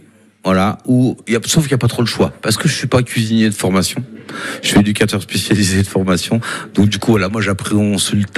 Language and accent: French; Bourgogne-Franche-Comté, France; un bon comté parce que je suis jurassien